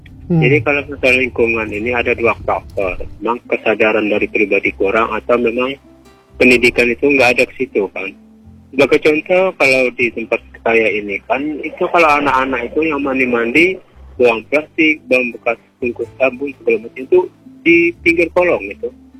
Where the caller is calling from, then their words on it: Bangka Belitung Islands, Indonesia; Kalau bahasa Bangkaan ini kita orang Bangka yang tahu